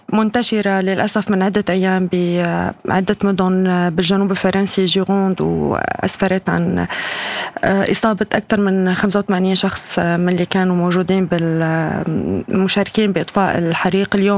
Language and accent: Arabic; Syria; now in Europe; وعندنا في سوريا